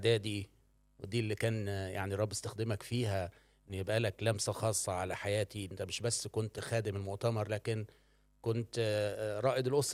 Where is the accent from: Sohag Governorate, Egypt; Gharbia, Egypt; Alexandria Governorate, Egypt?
Sohag Governorate, Egypt; Sohag; انا من مواليد سوهاج 7/9/72. فوجئت ان انا كملت 53 سنة وماشي في 54.